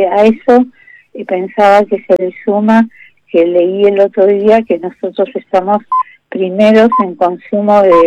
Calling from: Buenos Aires, Argentina; Soy de Montserrat.

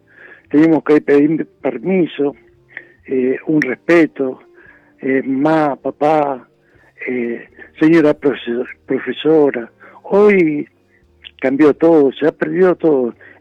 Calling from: Berazategui, Buenos Aires Province, Argentina; Soy de Berazategui

